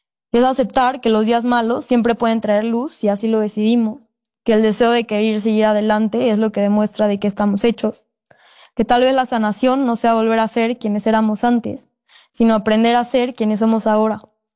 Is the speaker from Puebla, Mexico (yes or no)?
yes; Puebla, Mexico; now in Mexico City, Mexico; ahorita yo estoy en Ciudad de México, soy de Puebla